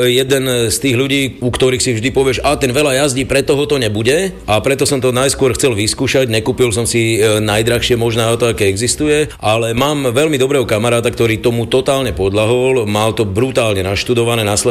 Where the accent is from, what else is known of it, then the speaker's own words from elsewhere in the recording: Prešov, Prešov Region, Slovakia; born there; now in Bratislava, Slovakia; žijem už väčšiu časť života v Bratislave, ale rodený som Prešovčan